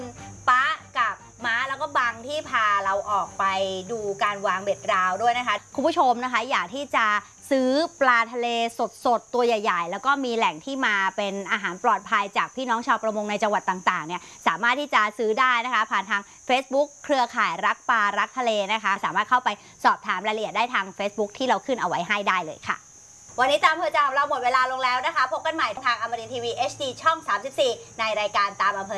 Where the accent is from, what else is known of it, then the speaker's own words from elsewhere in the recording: Southern Thailand, Thailand; เราเป็นคนใต้